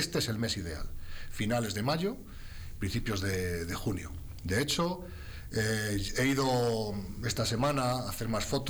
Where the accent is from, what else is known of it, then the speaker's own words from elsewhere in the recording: Navas de Oro, Castile and León, Spain; Navas de Oro, que es mi pueblo